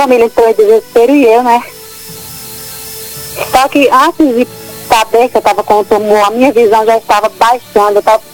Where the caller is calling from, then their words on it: Fagundes, Paraíba, Brazil; Eu sou de Fagundes, no estado da Paraíba.